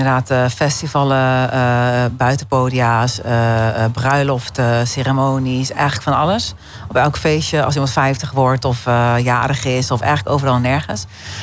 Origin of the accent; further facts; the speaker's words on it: Arnhem, Gelderland, Netherlands; ik kom uit Arnhem.